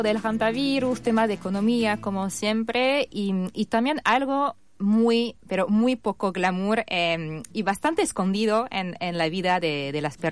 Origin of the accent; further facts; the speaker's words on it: France; now in Argentina; soy periodista francesa, corresponsal de distintos medios franceses acá en Argentina y parte del querido Archivo Internacional, viviendo en este hermoso país desde hace más de 10 años ya.